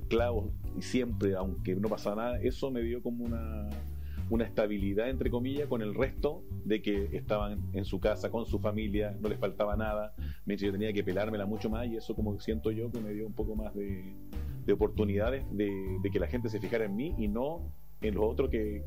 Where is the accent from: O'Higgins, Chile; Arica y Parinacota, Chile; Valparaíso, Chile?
Arica y Parinacota, Chile; Arica; also born or lived in Antofagasta; Soy nortino, vengo de Arica, mi padre ariqueño, mi madre antofagastina. Nací en Antofagasta.